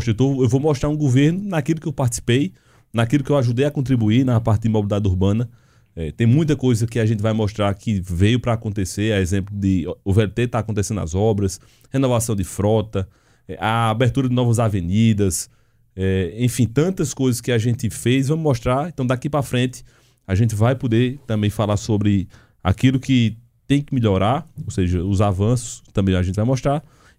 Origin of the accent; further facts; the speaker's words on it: Campina Grande, Paraíba, Brazil; also born or lived in Boa Vista, Paraíba / Lagoa de Roça, Paraíba; para a gente poder mostrar que a gente é de Campina.